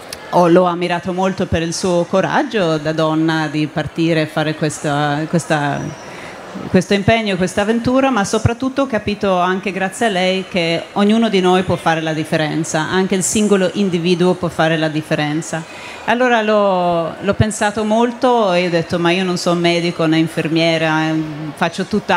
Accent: Sweden; moved away; Io appunto vengo dalla Svezia

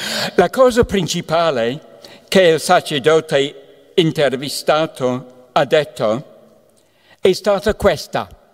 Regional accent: Scotland, United Kingdom; Italian is a second language; moved away; non sono italiano, sorpresa, no? Sono britannico, dunque, scozzese, diciamo

